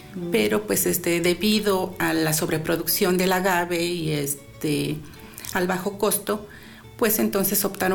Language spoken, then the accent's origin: Spanish; Santiago Miahuatlán, Puebla, Mexico; a nosotros en Santiago Miahuatlán nos conocen como tecolotes.